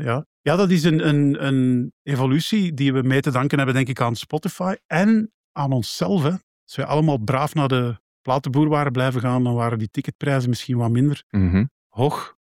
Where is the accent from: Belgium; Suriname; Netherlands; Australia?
Belgium; Leuven, Flanders